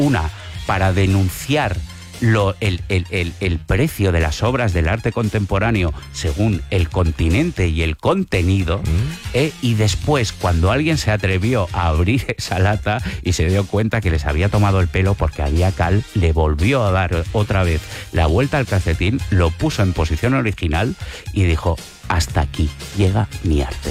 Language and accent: Spanish; Sant Feliu de Llobregat, Catalonia, Spain; Jaume Plensa, por cierto, es de mi pueblo, de San Feliu de Llobregat.